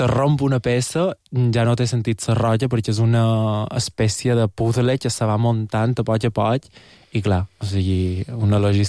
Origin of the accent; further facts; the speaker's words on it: Porto Colom, Balearic Islands, Spain; Soc de Porto Colom i vaig molt a Saljà